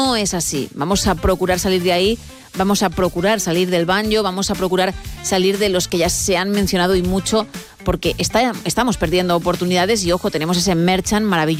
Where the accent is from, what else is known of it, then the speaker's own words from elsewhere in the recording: Italy; Spanish is a second language; Sí, en mi país, dices, sí, en mi tierra, en Italia, por supuesto.